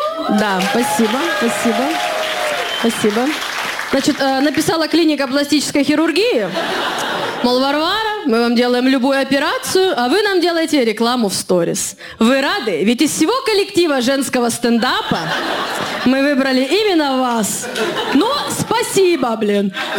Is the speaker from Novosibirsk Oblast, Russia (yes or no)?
no; Khabarovsk, Khabarovsk Krai, Russia; Ну, потому что я из Хабаровска, у меня там уже был вот этот чувак